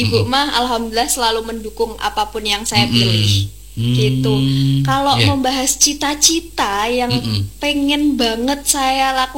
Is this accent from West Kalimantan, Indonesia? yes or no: no; Magetan, East Java, Indonesia; Kebetulan aku dari Magetan itu, dari KPR Taman Nasri, tahu nggak?